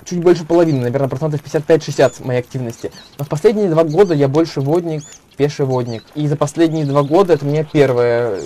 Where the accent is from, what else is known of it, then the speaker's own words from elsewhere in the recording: Saratov, Saratov Oblast, Russia; Вот я из Саратова, при этом я не был в Самаре.